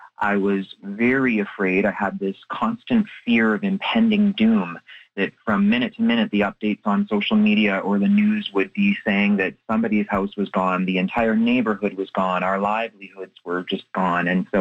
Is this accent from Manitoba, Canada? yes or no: yes; Flin Flon, Manitoba, Canada; born or raised there